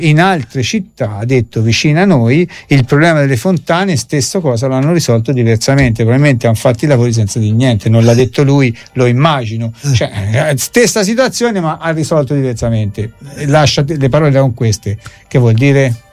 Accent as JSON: {"language": "Italian", "town": "Rigutino", "region": "Tuscany", "country": "Italy", "tie": "born there", "said": "Io sono nata a Rigutino."}